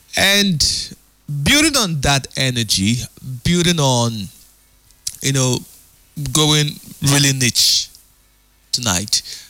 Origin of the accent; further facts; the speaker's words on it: Port Harcourt, Rivers, Nigeria; I'm from Port Harcourt, I'm from River State, and I'm very, very proud of it.